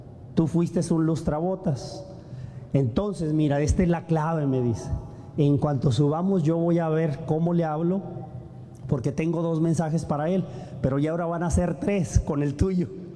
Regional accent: Tijuana, Baja California, Mexico

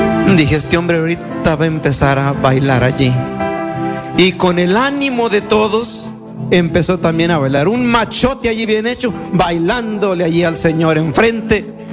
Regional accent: Temastián, Jalisco, Mexico; Yo les digo que ahí en mi pueblo voy cada año a Temastián

